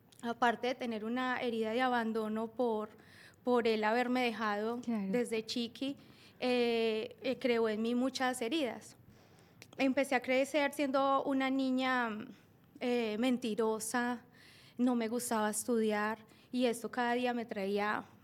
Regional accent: Pereira, Risaralda, Colombia; born there; yo soy colombiana.

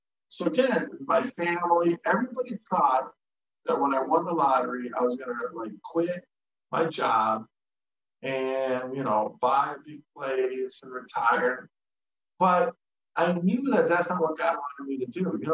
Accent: United States; Here's this American, I'm an American, right? Winning the lottery in Mexico

